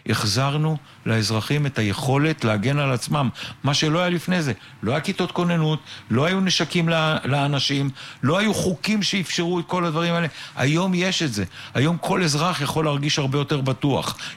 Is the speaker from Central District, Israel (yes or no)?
no; Beersheba, Southern District, Israel; אני גדלתי בבאר שבע.